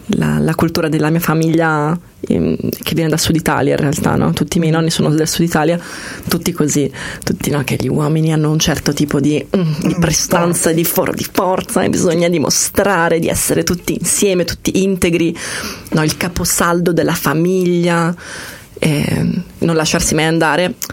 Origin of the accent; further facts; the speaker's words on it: Lugano, Ticino, Switzerland; io sono cresciuta a Lugano